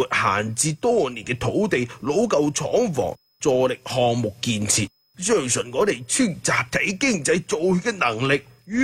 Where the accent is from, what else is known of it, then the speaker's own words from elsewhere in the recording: Guangdong, China; 我土生土长60多年噶啦。